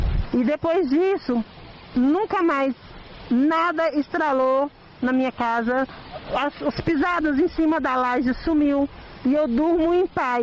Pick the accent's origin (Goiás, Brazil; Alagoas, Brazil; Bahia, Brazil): Goiás, Brazil; Águas Lindas de Goiás; Eu venho de Águas Lindas de Goiás.